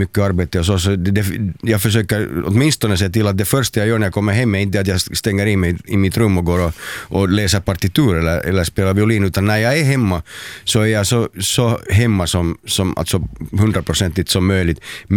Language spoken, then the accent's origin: Swedish; Helsinki, Uusimaa, Finland; Det är samma bostad där jag växte upp sedan jag var 5.